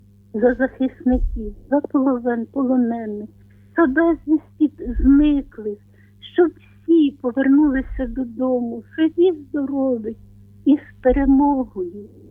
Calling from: Vinnytsia Oblast, Ukraine; я з Вінниччини

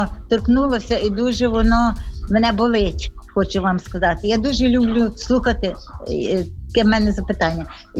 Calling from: Kamianets-Podilskyi, Khmelnytskyi Oblast, Ukraine; Я з Кам'янця-Подільського

